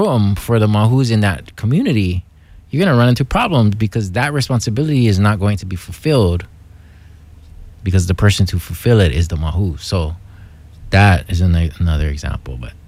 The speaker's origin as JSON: {"language": "English", "region": "Hawaii", "country": "United States", "said": "as a Hawaiian"}